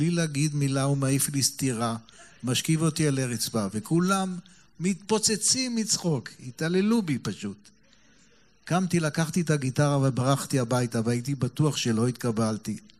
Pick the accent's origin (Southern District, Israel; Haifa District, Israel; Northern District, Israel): Haifa District, Israel; Haifa; ואני בתור חיפאי, יום אחד אני פוגש את גדי ציגלמן